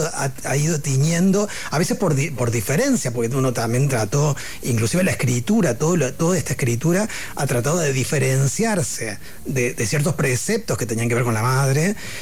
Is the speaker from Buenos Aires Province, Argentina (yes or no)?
no; Córdoba, Argentina; tuve una formación de muy infancia, muy católica y de provincia, o sea, soy cordobés. Y de mucha carga religiosa y mucha creencia religiosa y mucha voracidad por la religión. Era muy devoto